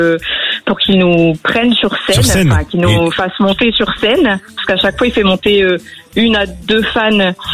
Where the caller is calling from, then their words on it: Morbecque, Hauts-de-France, France; Alors, je viens de Morbecque, dans le nord de la France